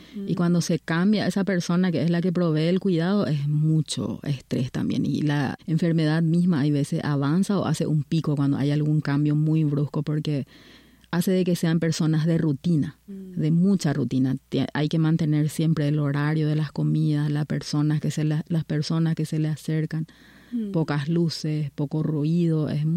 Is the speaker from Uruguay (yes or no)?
no; Paraguay; moved away as an adult; now in Canada; vengo de Paraguay y hace 9 años que estoy viviendo en Canadá, en forma intermitente, yendo a Paraguay y volviendo a Canadá durante todo este tiempo